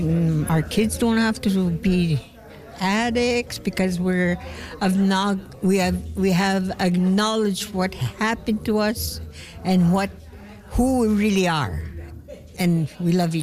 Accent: Beardy's and Okemasis First Nation, Saskatchewan, Canada; now in Saskatoon, Canada; I'm from Beardies and Okemosis First Nation.

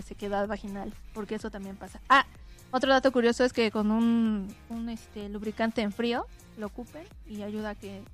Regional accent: Mexico; Imagínate nosotros como mexicanos

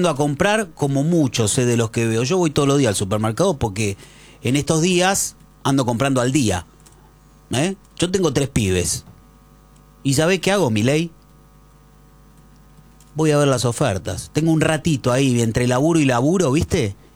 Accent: Argentina; a mí me herís como argentino

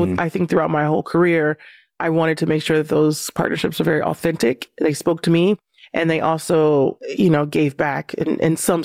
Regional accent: Compton, California, United States; first of all, I'm from Compton, California, and I remember playing on these courts

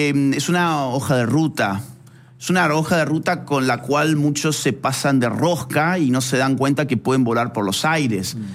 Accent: Córdoba, Argentina; en Córdoba, de donde yo soy

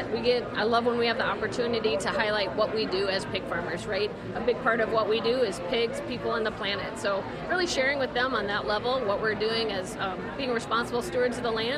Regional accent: Chatfield, Minnesota, United States; I'm from Chatfield, Minnesota, and I'm a pig farmer in Fillmore County.

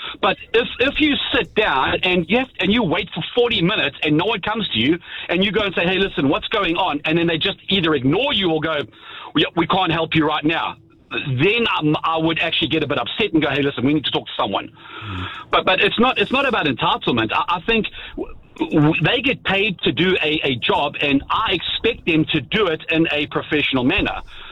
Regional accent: South Africa; because I'm South African, I'm quite a, people say I'm aggressive. So I sound aggressive just because of the way that I speak.

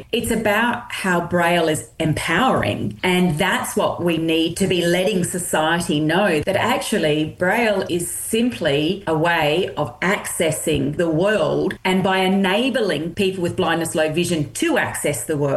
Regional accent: Adelaide, South Australia, Australia; born or raised there

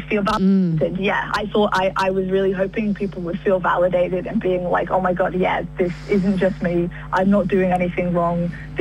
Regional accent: United Kingdom; also born or lived in Tunisia; I'm British and I'm Tunisian, which is in North Africa.

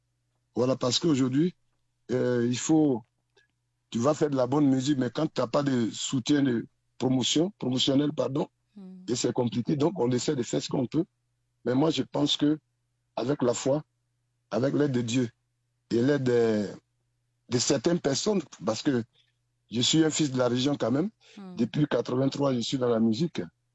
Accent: Toulépleu, Montagnes, Côte d’Ivoire; Et je suis fils du Cavali, précisément de Touloupleu. Et ivoirien.

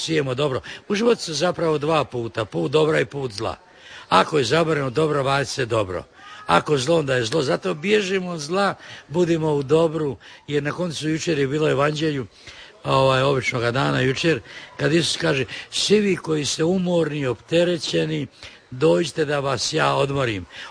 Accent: Sisak-Moslavina County, Croatia; smo mi na Banovini, znači to je područje Siska, Petrinje, Gline, Gvozda, Topuskoga, Sirotinski

